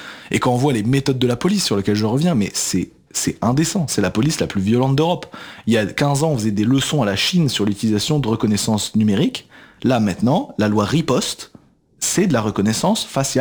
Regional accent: Belgium; now in Paris, France; moi, je suis pas français à la base, je viens de Belgique. Et je suis arrivé à Paris

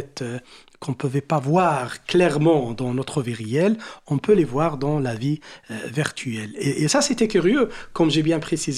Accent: Morocco; Pourquoi chez nous, au Maroc, on a pas mal de gens comme ça, agressifs, qui en veut les autres

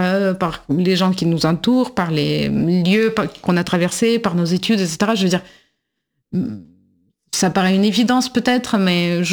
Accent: Russia; Et en tant que russe, je pense que oui

